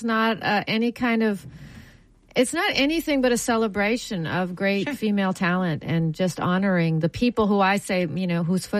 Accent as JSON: {"language": "English", "town": "Ottawa", "region": "Ontario", "country": "Canada", "tie": "born or raised there", "said": "Well, I'm from Ottawa, Canada. Yeah, the capital of Canada. And it's a beautiful town in Ontario. Beautiful in the Ottawa Valley. It's a gorgeous area. And, that's where I grew up."}